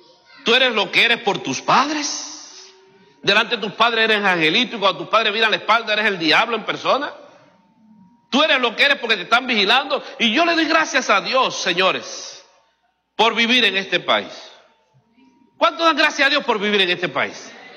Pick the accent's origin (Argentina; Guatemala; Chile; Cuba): Cuba; now in Miami, United States